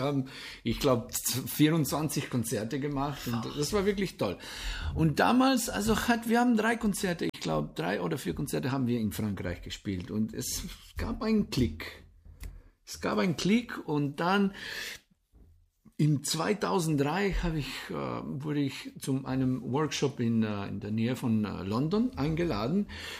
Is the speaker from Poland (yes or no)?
no; Radlje ob Dravi, Slovenia; also born or lived in Paris, France; Ja, also ich komme aus Radli. Dann habe ich meine Mittelmusikschule in Maribor gemac